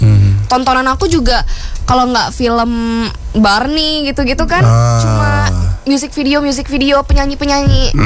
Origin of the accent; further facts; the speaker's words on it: Depok, West Java, Indonesia; born there; now in Bali, Indonesia; Tapi aku tuh baru pindah ke Bali tuh tahun 2020. Aku lahir tuh di Depok.